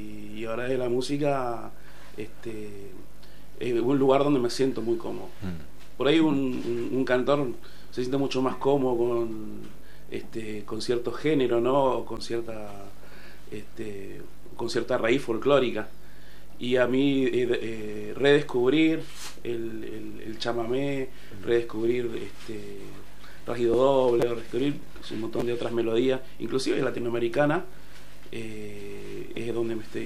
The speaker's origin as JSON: {"language": "Spanish", "town": "Resistencia", "region": "Chaco", "country": "Argentina", "moved": "as an adult", "lives_now": "La Plata, Argentina", "said": "Yo soy de Chaco, yo soy de Resistencia."}